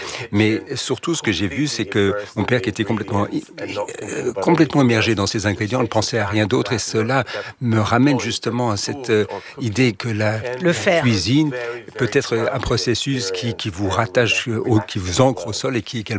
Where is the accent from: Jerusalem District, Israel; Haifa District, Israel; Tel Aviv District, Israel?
Jerusalem District, Israel; Jerusalem; Parce que j'ai grandi à Jérusalem et chaque culture avait sa propre tradition, sa propre recette de kefta, de boulettes.